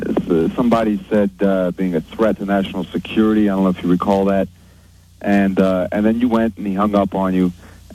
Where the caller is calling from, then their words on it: Philadelphia, Pennsylvania, United States; from Philadelphia.